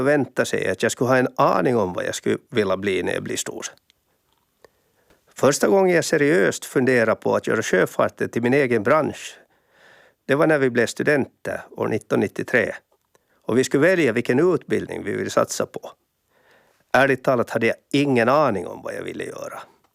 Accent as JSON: {"language": "Swedish", "town": "Espoo", "region": "Uusimaa", "country": "Finland", "tie": "born or raised there", "said": "Som barn så växte jag upp i Esbo utanför Helsingfors i en familj där jag var mellersta av tre bröder."}